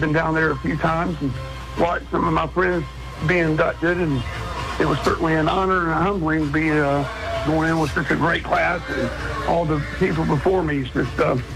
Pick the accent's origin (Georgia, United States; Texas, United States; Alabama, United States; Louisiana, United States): Georgia, United States; Tucker; I grew up in Tucker